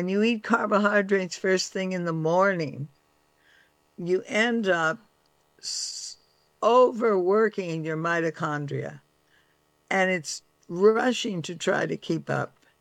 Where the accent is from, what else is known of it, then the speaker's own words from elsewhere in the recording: California, United States; now in East Coast, United States; But it's interesting because I was brought up in California. We always ate salad first. Always. And then I moved to the East Coast